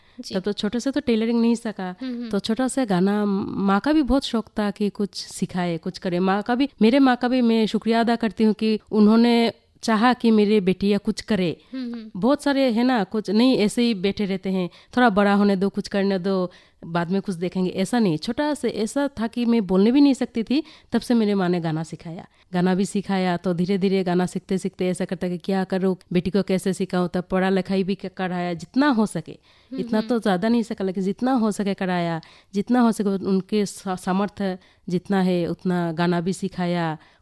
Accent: Maibang, Assam, India; मैं तो छोटा शहर से हूँ, माईबंग से।

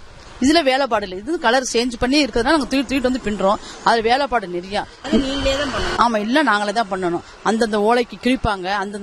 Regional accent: Tiruchirappalli, Tamil Nadu, India; now in Coimbatore, India; Madam. நான் பிறந்து வளர்ந்ததெல்லாம் திருச்சி. நான் கோயம்புத்தூருக்கு வந்து 30 வருஷம் ஆச்சு.

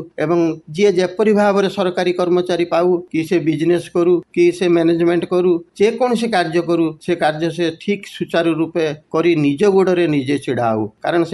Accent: Odisha, India; 85-86 ପରେ ଓଡ଼ିଶାର ଗାଁ ଗଣ୍ଡାରେ ଟିଭି ଦେଖିବାକୁ ମିଳିଲା, କିନ୍ତୁ ଆମ ପିଲାବେଳର ଜୀବନ ଏଇ ରେଡ଼ିଓରେ ହିଁ ଯାଇଛି।

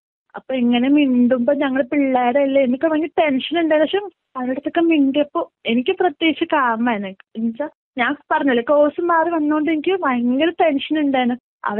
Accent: Ernakulam, Kerala, India; ഞാൻ എറണാകുളത്തു നിന്നാണ് വരുന്നത്.

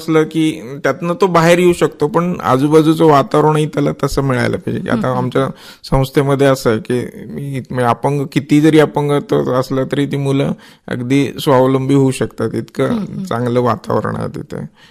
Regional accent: Satara, Maharashtra, India; मी जातो सुट्टीला साताऱ्याचं, मी साताऱ्याच आहे, सुट्टी असली की मी जातो साताऱ्याला.

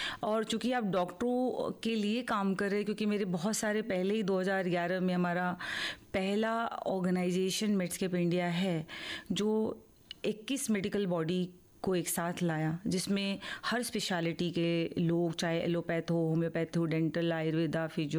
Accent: Uttar Pradesh, India; क्योंकि वो female foeticide से शुरू हुआ था, क्योंकि हम उत्तर प्रदेश से हैं, राजस्थान हुआ या हरियाणा हुआ

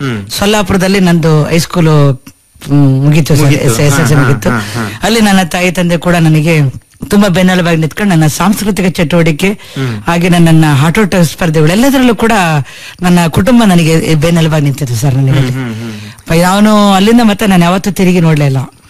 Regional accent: Chikkamagaluru district, Karnataka, India; born or raised there

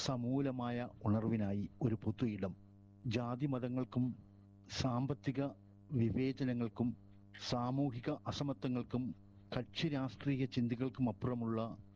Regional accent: Thurayilkunnu, Kerala, India

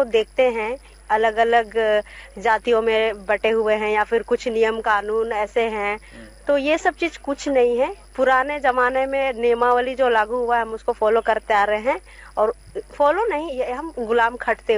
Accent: Kharsawan, Jharkhand, India; और मैं खरसवां से हूँ।

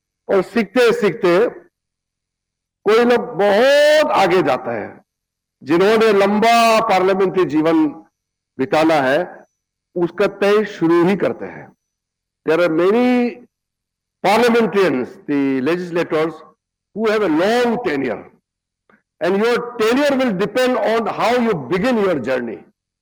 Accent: Northeast India, India; बाद में दिल्ली कैपिटल हो गया तो हम लोग सीधा दिल्ली जाते हैं आजकल, कलकत्ता कम आते हैं, लेकिन हमारा पिताजी लोग का समय में तो कलकत्ता ही सब कुछ था हमारा नॉर्थ ईस्ट का

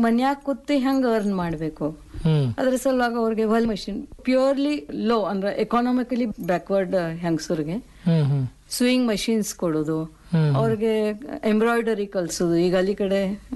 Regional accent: Karnataka, India; also born or lived in Jabalpur / Maharashtra; now in Vijayapura, India; ಮೂಲತಃ ನಾವು ಕರ್ನಾಟಕದವ್ರೆ

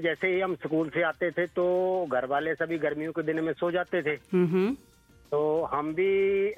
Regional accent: Himachal Pradesh, India; वैसे मूलतः हमारा गाँव पड़ता है कांगड़ा के साथ, गाँव पड़ता है नंदरूल

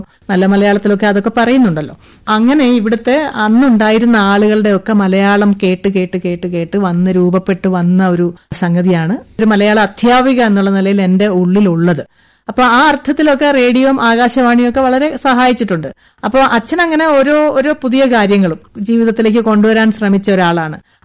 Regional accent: Pallana, Kerala, India; ഞങ്ങളുടെ നാട്ടില് ഈ പല്ലന പാനൂർ ഭാഗത്ത് ആദ്യമായിട്ട് സൈക്കിൾ ചവിട്ടുന്ന ഒരു പെണ്ണ് ഞാനാണ്.

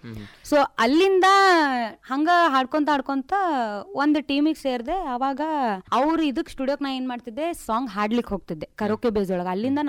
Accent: Dharwad district, Karnataka, India; moved away; ಮೂಲತಃ ನಾನು ಧಾರವಾಡ ಜಿಲ್ಲೆ ಕಲಗಡಿ ತಾಲೂಕು ಜೊಳ್ಳಿ ಊರ ಆಕ್ರಿ. ಜೊಳ್ಳಿ ಅನ್ನೋ ಒಂದು ಸಣ್ಣ ಗ್ರಾಮದಾಗ ನಾನು. ಸೊ ಅಲ್ಲಿಂದನ ಬಂದಿದ್ದು.

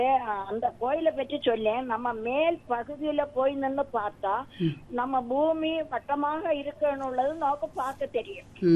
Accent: Chitharal, Tamil Nadu, India; சிதறால் என்னுள்ள இடத்திலே நான் பிறந்து வளர்ந்தவள்.

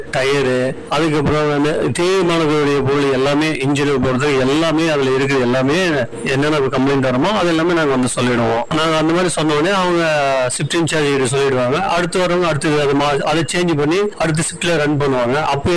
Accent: Palacode, Tamil Nadu, India; also born or lived in Hosur; இப்ப பாலக்கோடு எதா என்னுடைய சொந்த ஊரு பாலக்கோடு வந்து பண்ணிட்டு இருக்கிறேன்

